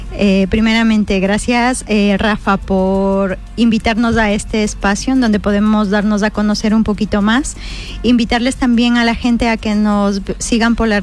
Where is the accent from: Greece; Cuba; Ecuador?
Ecuador; Ecuadorian highlands; moved away; Soy ecuatoriana